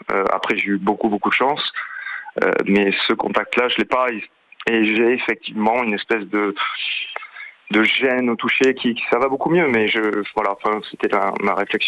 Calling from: Bayonne, Nouvelle-Aquitaine, France; Je suis de Bayonne.

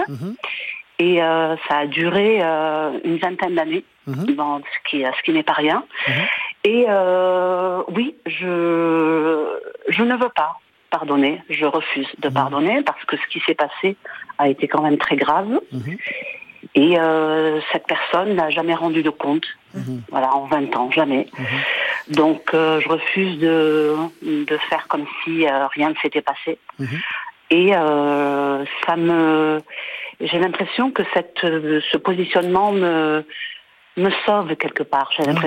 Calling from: Marseille, Provence-Alpes-Côte d'Azur, France; J'appelle de Marseille, la Belle.

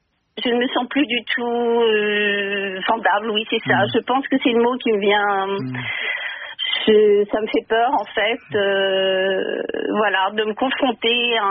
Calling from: Île-de-France, France; Je l'appelle de région parisienne.

